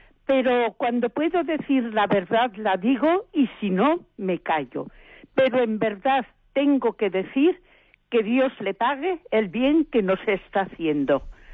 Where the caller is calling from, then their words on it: Basque Country, Spain; soy del País Vasco.